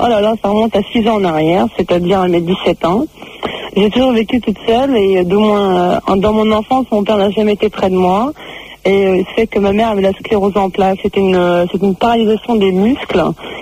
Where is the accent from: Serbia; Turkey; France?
Turkey; C'était d'origine, je suis turque, et j'étais en été en vacances.